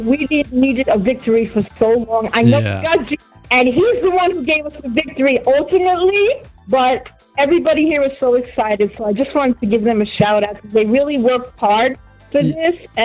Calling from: New York City, New York, United States; from Queens.

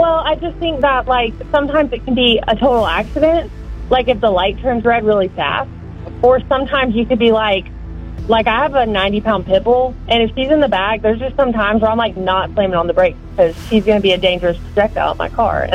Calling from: Monroe, Georgia, United States; I'm calling from Monroe, Georgia.

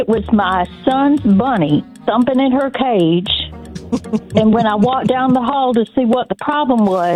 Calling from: Pike Road, Alabama, United States; I'm listening from Pike Road, Alabama.

